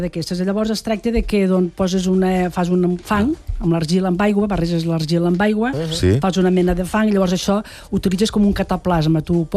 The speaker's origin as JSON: {"language": "Catalan", "region": "Catalonia", "country": "Spain", "moved": "yes", "lives_now": "Arbeca, Spain", "said": "soc arbequina d'adopció, eh? Ah. Jo soc de Puigverd de Gramunt."}